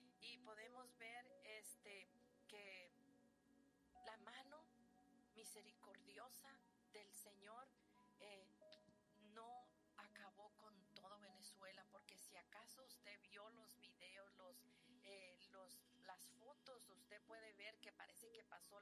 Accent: Mexico; moved away; allá en donde yo nací en la ciudad, allá en México, bueno, mis padres estaban escasos de la palabra, ya que vivíamos en rancherías muy lejanas, donde no llegaba mucho el evangelio

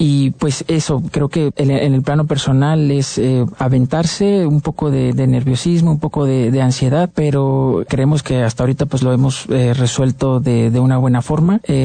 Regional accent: Guerrero, Mexico; now in Mexico City, Mexico; provengo de Guerrero

